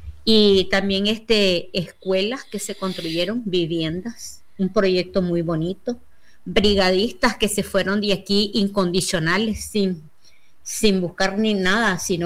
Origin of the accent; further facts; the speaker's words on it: Palacagüina, Madriz, Nicaragua; mi pueblo, con proyectos grandes que tenemos en Palacahuina